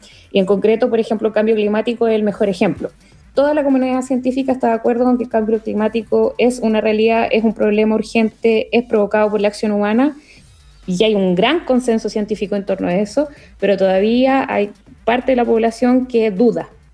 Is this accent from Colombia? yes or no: no; Coquimbo, Chile; moved away; porque vengo de la región de Coquimbo.